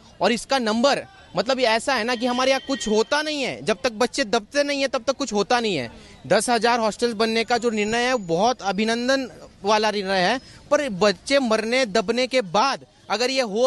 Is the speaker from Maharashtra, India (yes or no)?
yes; Maharashtra, India; now in Delhi, India; क्योंकि मैं महाराष्ट्र से आता हूँ, मेरा दिल्ली में कोई है नहीं